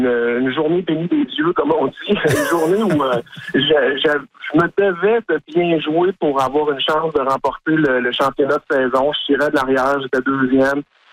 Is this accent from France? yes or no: no; Bécancourt, Quebec, Canada; c'est ma région. Donc, je viens de Saint-Grégoire dans la ville de Bécancourt.